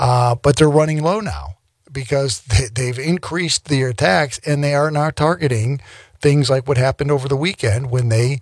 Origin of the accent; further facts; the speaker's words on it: United States; I'm saying as an American